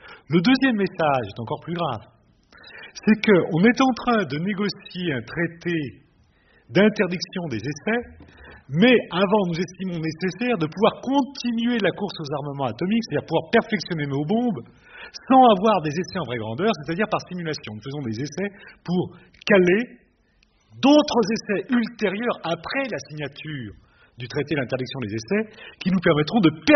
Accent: France; nous étions, en tant que Français, je ne dis pas soumis aux lazis du monde, mais enfin, les gens nous discutaient avec nous d'un air un peu peiné

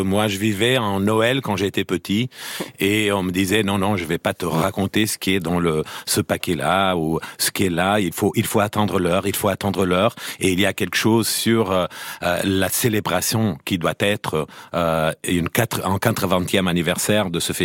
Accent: Portugal; et je parle avec tout toute complètement à l'aise parce que je suis portugais

